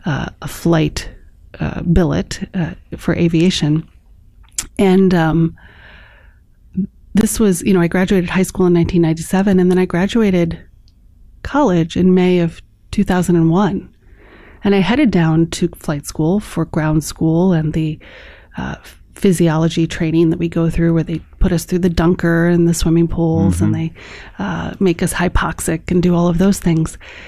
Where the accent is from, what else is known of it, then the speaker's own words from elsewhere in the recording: Chicago, Illinois, United States; I grew up in Chicago, mm-hmm. and I went to a boarding school. I went to the Illinois Math and Science Academy